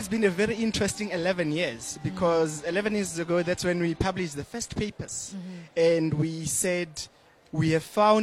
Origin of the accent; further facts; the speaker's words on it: Soweto, Gauteng, South Africa; You know, I'm a Soweto born, raised, you know, born and raised in Soweto.